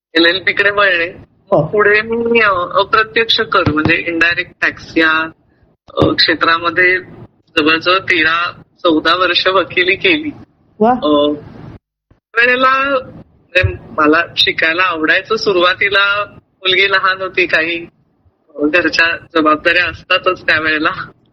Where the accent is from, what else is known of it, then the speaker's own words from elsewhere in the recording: Thane, Maharashtra, India; now in Pune, India; माझं बालपण ठाण्यात गेलं.